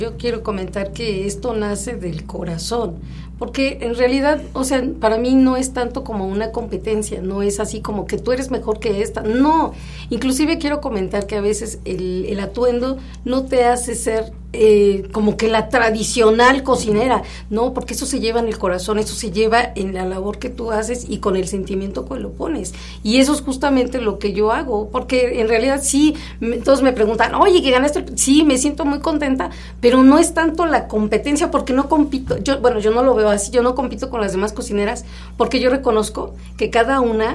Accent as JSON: {"language": "Spanish", "country": "Mexico", "said": "yo soy mexicana y me gusta mi historia y mis raíces y mi cultura."}